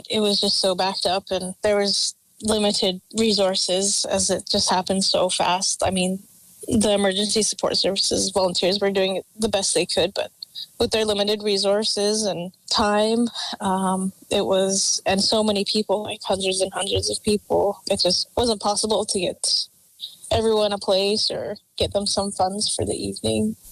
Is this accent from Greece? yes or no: no; Penticton, British Columbia, Canada; We're both from large families. I'm originally from Penticton, and my home community is Penticton Indian Band